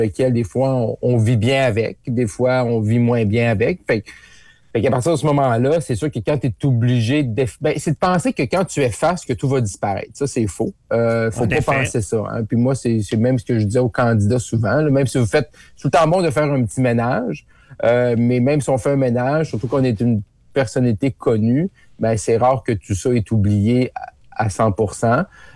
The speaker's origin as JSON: {"language": "French", "town": "Roberval", "region": "Quebec", "country": "Canada", "tie": "born or raised there", "moved": "yes", "said": "Oui, moi, je suis originaire de Roberval."}